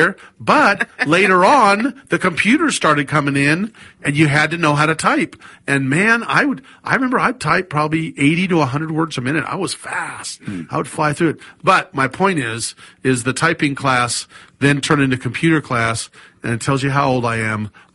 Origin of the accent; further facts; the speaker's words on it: Sacramento, California, United States; I grew up in Sacramento. Back when it was, you know, those newer houses in the early 60s, and they were building these new houses, and then there was these farms on the outside.